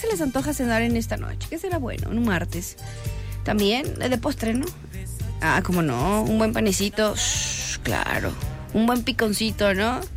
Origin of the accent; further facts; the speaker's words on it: Mexico; como somos buen mexicano